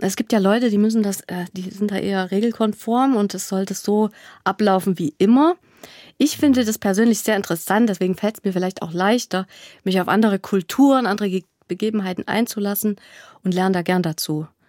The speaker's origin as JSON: {"language": "German", "region": "East Germany", "country": "Germany", "said": "Ich komme jetzt aus der DDR"}